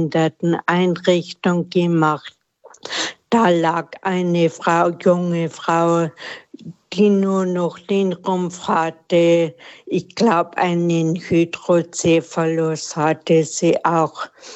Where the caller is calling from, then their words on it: Munich, Bavaria, Germany; Ich rufe aus München an.